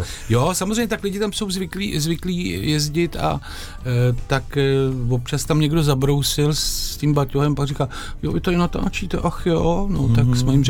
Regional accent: Řež, Central Bohemian Region, Czechia; já jsem z Řeže u Prahy nad Vltavou vlastně

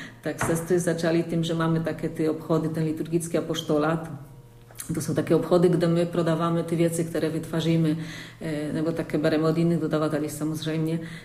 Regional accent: Poland; Czech is a second language; now in Czech Republic; pro nás jako Polaky jako je to snadnější se naučit češtiny

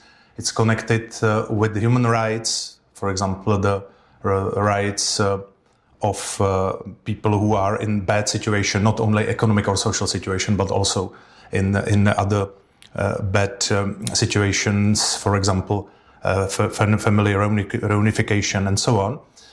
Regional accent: Třebíč, Vysočina Region, Czechia; I love it because it's my hometown and I love whole Czech and Moravian Highlands or Vysočina

